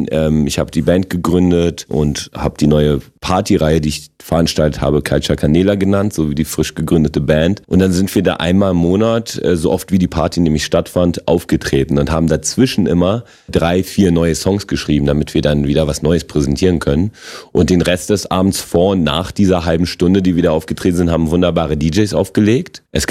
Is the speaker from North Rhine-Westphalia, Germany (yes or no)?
no; Berlin, Germany; accent: Berlin; first language Polish; German is a second language; also born or lived in Wrocław, Poland; Ich bin in Breslau geboren. Bin mit 6,5 hergekommen. Habe kein Wort Deutsch gesprochen. Zum Glück bin ich auf eine gute Schule gekommen, habe das relativ schnell gelernt